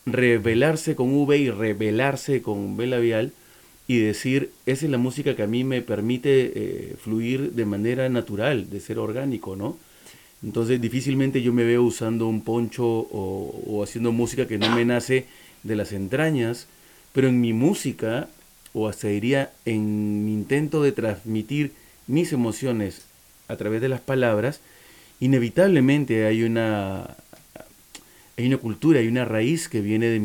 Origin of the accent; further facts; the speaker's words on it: Peru; pasa eso en mi país con los defensores, digo entre comillas, de lo autóctono, ¿no? Porque todo se nutre de todo. O sea, si hablamos, por ejemplo, de música criolla peruana o vals peruano